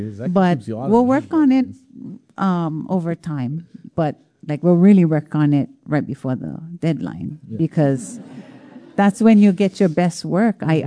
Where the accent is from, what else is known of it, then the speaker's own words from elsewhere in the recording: Kauai, Hawaii, United States; moved away as an adult; now in Hilo, United States; I'm from Kauai. I used to work at Punana Leo Kauai in the 1900s. And and then when I moved to Hilo